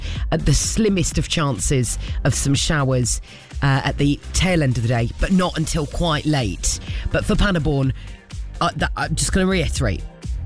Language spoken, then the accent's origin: English; United Kingdom; now in Sennelager, Germany; we're British.